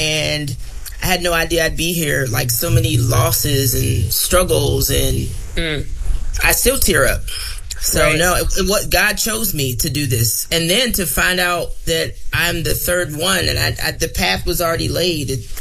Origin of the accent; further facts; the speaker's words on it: Virginia, United States; born there; military brat, I was born here in Virginia, didn't grow up here.